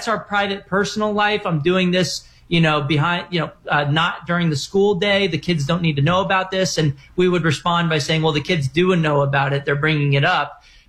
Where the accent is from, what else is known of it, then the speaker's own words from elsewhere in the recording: Texas, United States; like in my home state of Texas and other red states